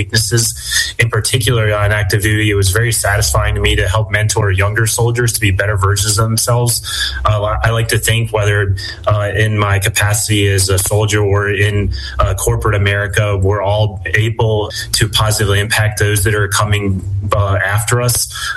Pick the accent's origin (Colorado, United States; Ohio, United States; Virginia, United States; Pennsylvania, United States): Virginia, United States; Harrisonburg; I'm originally from Harrisonburg, Virginia